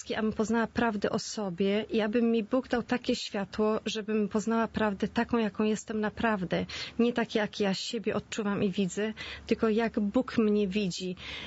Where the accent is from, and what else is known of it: Świnoujście, West Pomeranian Voivodeship, Poland; moved away